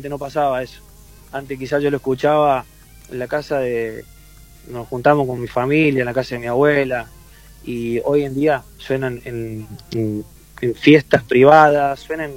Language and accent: Spanish; Las Heras, Mendoza, Argentina; yo desde chico en Mendoza, porque yo nací en Las Heras